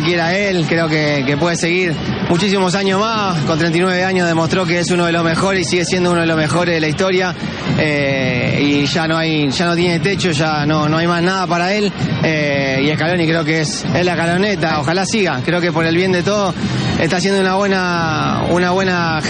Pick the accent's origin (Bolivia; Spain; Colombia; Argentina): Argentina; Pero obviamente como argentino me gustaría que siga.